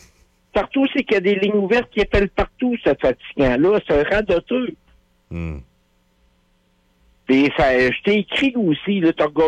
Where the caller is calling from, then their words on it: Quebec City, Quebec, Canada; je vis à Québec